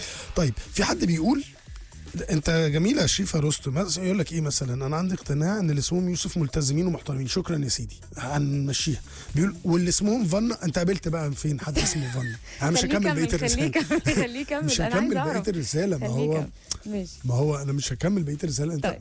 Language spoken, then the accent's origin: Arabic; Alexandria, Alexandria Governorate, Egypt; انا من اسكندريه ودايما صورتنا ان احنا دايما بنتكلم بطريقه معينه